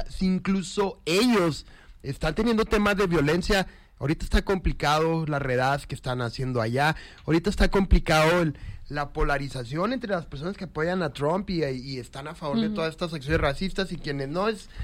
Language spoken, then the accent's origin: Spanish; Mexico